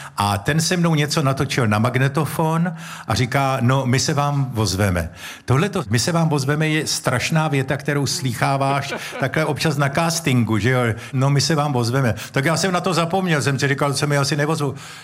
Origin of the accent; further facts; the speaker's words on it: Moravia, Czechia; moved away; Ale já, když jsem se přistěhoval z Moravy do Prahy, tak Pražáci říkali, hele, podívejte, nějaký volbej Moravák, jo.